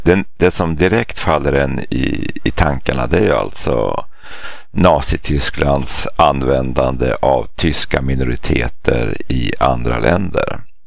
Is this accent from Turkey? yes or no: yes; Turkey; now in Sweden; oss oppositionella turkar i utlandet.